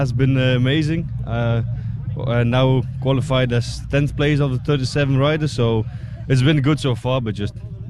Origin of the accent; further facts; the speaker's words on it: Belgium; I'm from Belgium.